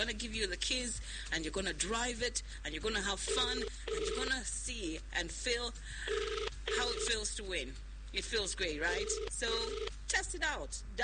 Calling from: Zambia; I'm calling you from Winbig, Zambia.

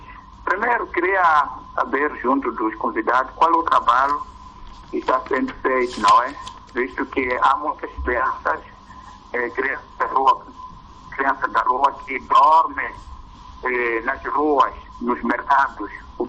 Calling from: Vilankulo, Inhambane, Mozambique; falo de Vilanculo, província de Inhambane.

